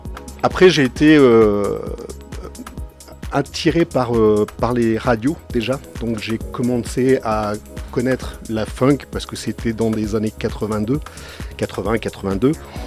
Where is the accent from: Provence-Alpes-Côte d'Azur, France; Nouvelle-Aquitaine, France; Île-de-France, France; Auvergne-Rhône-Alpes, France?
Auvergne-Rhône-Alpes, France; Grenoble; De Grenoble. Yes. Moi, je viens de Grenoble.